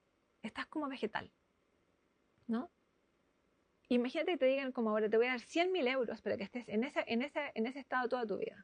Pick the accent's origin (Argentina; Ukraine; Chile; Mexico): Chile; Yo soy chilena.